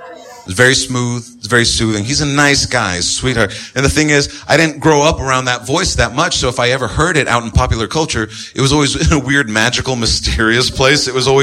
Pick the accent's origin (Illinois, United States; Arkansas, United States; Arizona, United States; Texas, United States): Texas, United States; I'm Texan, man. Bullshit. Where were you born? I was born in, like, the North Texas, like, up.